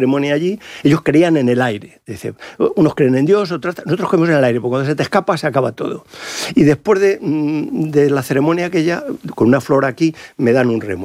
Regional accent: Madrid, Community of Madrid, Spain; now in Salamanca, Spain; yo soy madrileño y ahora estoy adoptado en Salamanca por la cátedra, ¿no? Pero vengo aquí feliz.

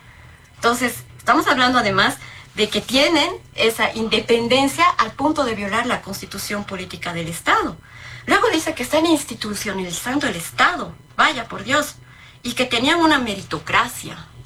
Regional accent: Bolivia; Y eso creo que es, esa es una nostalgia y un orgullo que tengo como boliviana, de que todas y todos los bolivianos se sientan parte de un solo Estado

